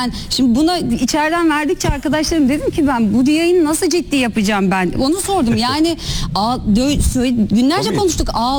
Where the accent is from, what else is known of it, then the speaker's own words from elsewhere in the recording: İzmir, Turkey; ben İzmir'de doğdum, büyüdüm.